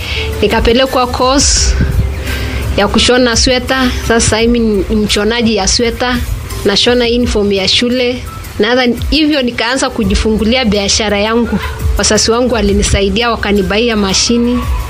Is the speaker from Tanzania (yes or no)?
no; Samburu County, Kenya; nimetoka Samburu County.